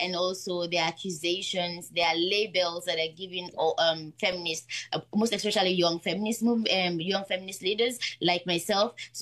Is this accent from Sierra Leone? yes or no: yes; Kono District, Eastern Province, Sierra Leone; my district, Kono district